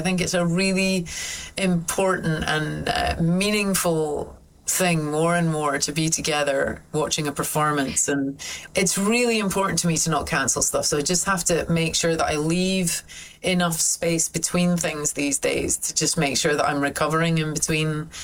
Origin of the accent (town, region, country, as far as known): St Andrews, Scotland, United Kingdom; born or raised there